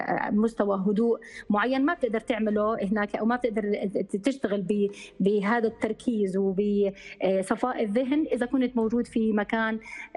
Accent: Jordan; واحنا عندنا بالاردن

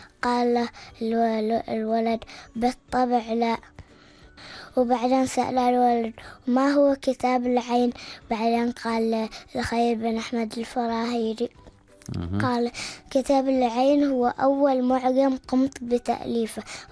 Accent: Oman; لأنهم من بلدي عمان الحبيبة، وكنت يعني واجد أحبهم لما قرأت عنهم في المجلة

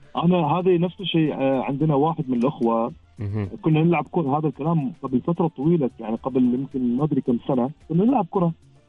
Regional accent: Oman; عندنا في الملاعب في عمان

